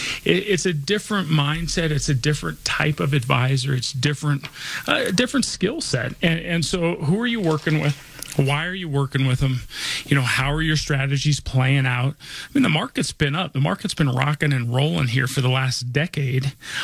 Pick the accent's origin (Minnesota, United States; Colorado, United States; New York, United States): Colorado, United States; Denver; born or raised there